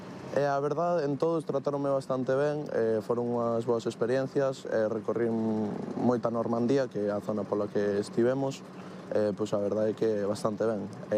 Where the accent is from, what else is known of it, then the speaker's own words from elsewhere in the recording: Vigo, Galicia, Spain; Eu son de Vigo